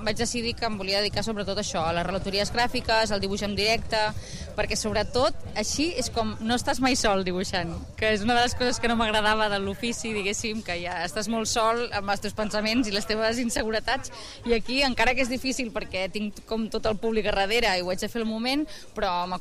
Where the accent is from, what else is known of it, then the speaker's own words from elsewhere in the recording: Martorell, Catalonia, Spain; Bueno, jo soc de Martorell, llavors ja...